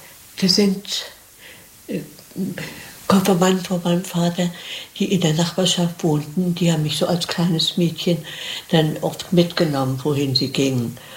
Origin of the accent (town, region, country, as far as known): Germany